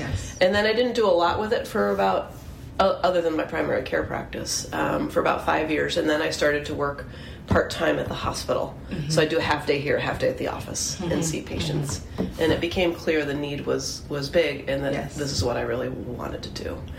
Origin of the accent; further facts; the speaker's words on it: Elmira, New York, United States; I'm a local from Elmira.